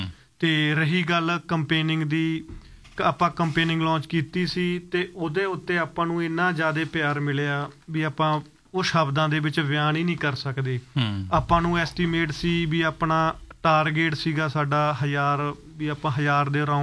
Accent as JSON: {"language": "Punjabi", "area": "Sangrur district", "region": "Punjab", "country": "India", "tie": "born or raised there", "moved": "yes", "lives_now": "Brampton, Canada", "said": "ਆਪਣਾ ਸੰਗਰੂਰ ਡਿਸਟ੍ਰਿਕਟ ਆ ਜੀ ਮੇਰਾ ਤੇ ਪਿੰਡ ਹੈਗਾ ਨਮੋਲ"}